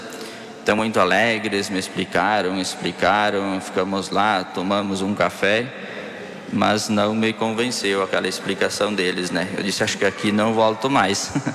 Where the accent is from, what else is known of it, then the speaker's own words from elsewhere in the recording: Marau, Rio Grande do Sul, Brazil; moved away as an adult; now in Garibaldi, Brazil; Lá na minha comunidade Santo Agostinho, onde eu me criei, lá no interior de Marau.